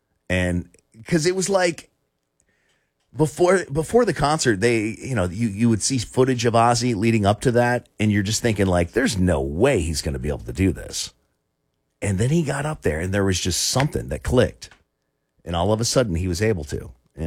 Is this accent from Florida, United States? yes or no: yes; Florida, United States; moved away as an adult; also born or lived in Columbus, Ohio; growing up in Florida my entire life